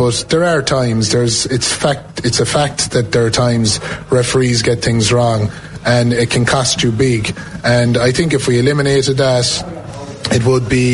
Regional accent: Lixnaw, Munster, Ireland; From my background, I come from Lixaa. I come from a hurling area.

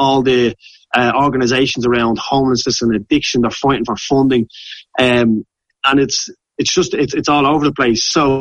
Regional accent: Ireland; we have as Irish people.

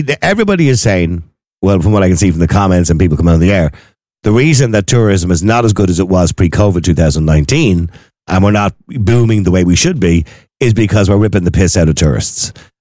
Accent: Ireland; I said, Ireland.

